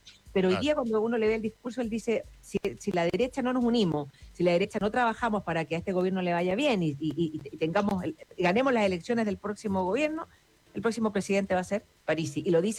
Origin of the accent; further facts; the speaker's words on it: Chile; también habla de lo que somos los chilenos